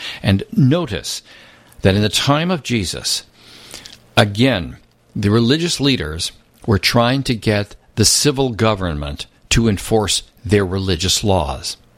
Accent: the South, United States; When I grew up, when I was young and lived in the southern part of the United States

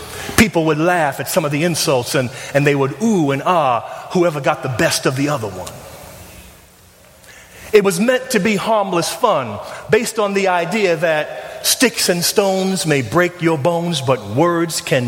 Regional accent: New York City, New York, United States; When I was growing up in Bedford-Stuyvesant

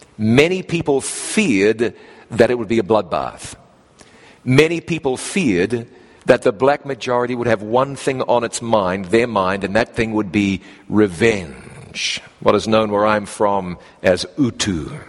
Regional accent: New Zealand; born or raised there

